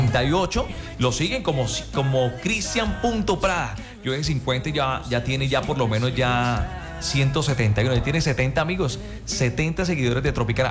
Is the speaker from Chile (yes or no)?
no; Cúcuta, Norte de Santander, Colombia; es de la tierra, es de mi sangre, es aquí paisano mío.